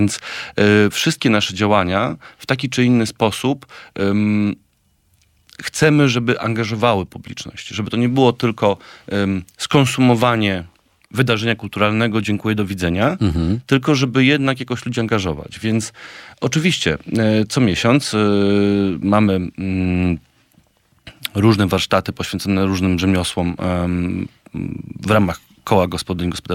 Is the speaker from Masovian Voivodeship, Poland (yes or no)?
yes; Warsaw, Masovian Voivodeship, Poland; ja jestem z Czerniakowa, więc dla mnie … jest jakby stałą, gdzieś tam zmienną w moim otoczeniu